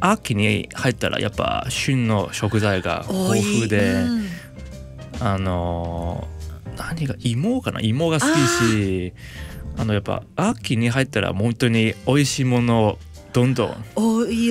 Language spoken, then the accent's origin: Japanese; Hong Kong; 僕も香港出身なんですけども